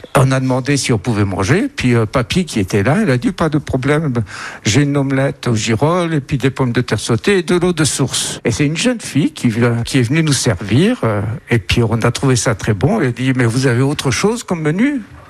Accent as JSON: {"language": "French", "region": "Grand Est", "country": "France", "tie": "born or raised there", "moved": "as an adult", "lives_now": "Dordogne, France", "said": "moi, je suis originaire de Lorraine et le Luxembourg était à 15 km avec une superbe piscine."}